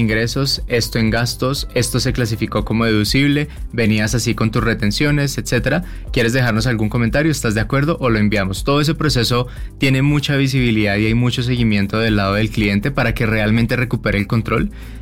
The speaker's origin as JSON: {"language": "Spanish", "country": "Colombia", "moved": "yes", "lives_now": "Mexico City, Mexico", "said": "Sí, nosotros dos somos colombianos y nosotros llegamos a la Ciudad de México trabajando para Uber."}